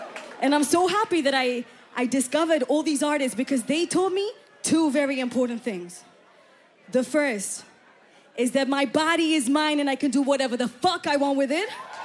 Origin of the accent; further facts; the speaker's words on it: India; I'm Indian and I come from a very traditional family.